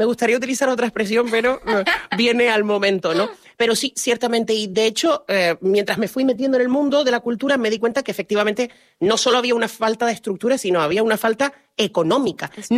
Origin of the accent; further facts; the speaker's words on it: Canary Islands, Spain; accent: Canarian; yo aborrezco el acento neutro. Si soy canario, soy canario.